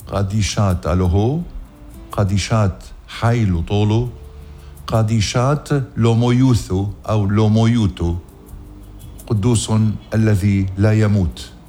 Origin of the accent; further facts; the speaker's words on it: Lebanon; منقول نحن باللبناني ما عندي حيل يعني ما عندي قوة، هذه أخدينا نحن من السرياني وبعدين تعربنا